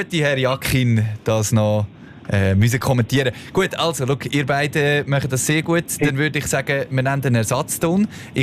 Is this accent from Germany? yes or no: no; Basel, Basel-Stadt, Switzerland; Da muss man auch als Basler zugeben.